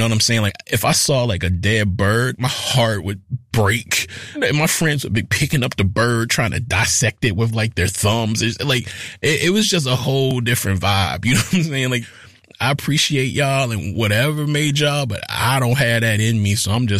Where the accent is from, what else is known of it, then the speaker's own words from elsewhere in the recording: Mississippi, United States; You know, the house that I spent most of my time at growing up in Mississippi, like I always say, that was the precursor to the internet.